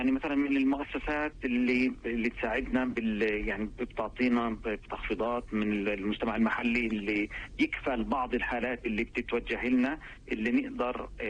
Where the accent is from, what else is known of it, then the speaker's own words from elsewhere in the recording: Jerusalem, Palestine; انا اصلا من القدس ومعظم المتبرعين من عندنا من القدس